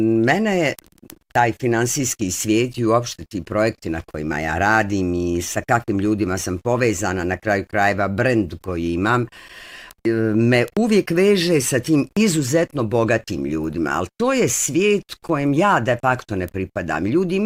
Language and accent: Bosnian; Sarajevo, Federation of Bosnia and Herzegovina, Bosnia & Herzegovina; Rodni grad u mom srcu je uvijek moj rodni grad i Sarajevo je nešto što se ne može zaboraviti